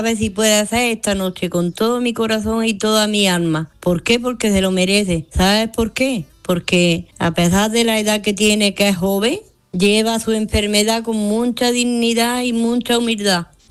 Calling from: Granada, Andalusia, Spain; de Granada

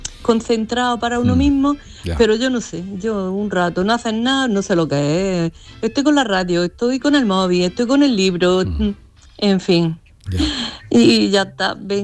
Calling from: Granada, Andalusia, Spain; de Granada.

